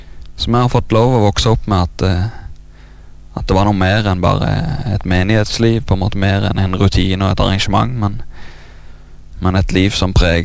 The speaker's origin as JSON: {"language": "Norwegian", "town": "Veavågen", "region": "Rogaland", "country": "Norway", "tie": "born or raised there", "said": "Det stemmer. Jeg er født og oppvokst på Karmøy. Det er på Veavågen."}